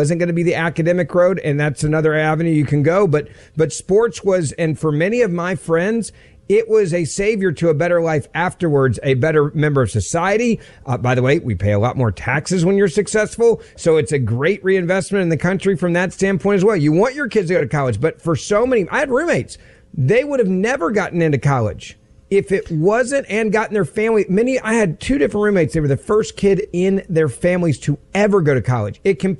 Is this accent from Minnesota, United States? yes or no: no; Memphis, Tennessee, United States; the African-American University of Memphis, my hometown football coach